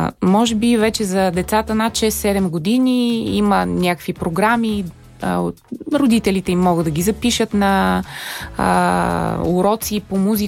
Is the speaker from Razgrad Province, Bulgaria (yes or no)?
yes; Isperih, Razgrad Province, Bulgaria; Аз съм от Исперих, след това с майка ми живеехме в Разград, тъй като тя беше съдия в Разградския съд.